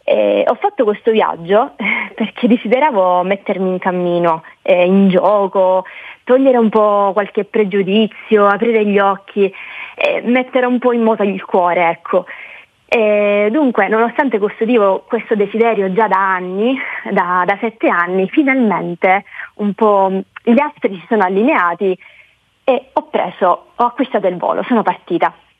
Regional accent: Catania, Sicily, Italy; born there; ho 25 anni e sono nata a Catania.

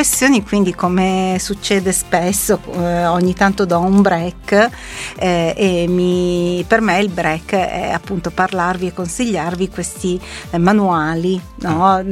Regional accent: Milan, Lombardy, Italy; noi che siamo di Milano

